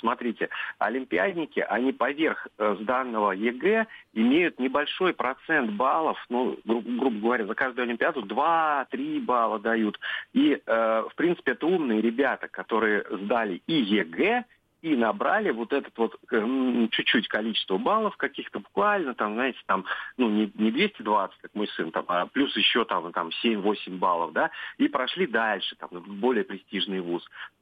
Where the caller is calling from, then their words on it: Nizhny Novgorod, Nizhny Novgorod Oblast, Russia; Мы сами из Нижнего Новгорода, из Нижегородской области.